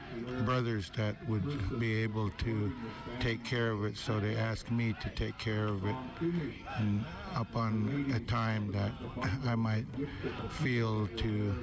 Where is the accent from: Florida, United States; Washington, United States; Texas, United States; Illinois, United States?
Washington, United States; Priest Rapids; I come from Priest Rapids.